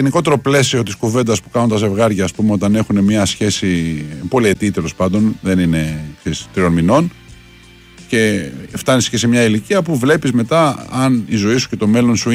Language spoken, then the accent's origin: Greek; Klinovos, Thessaly, Greece; στο χωριό μου, στον Κλίνοβο Καλαμπάκας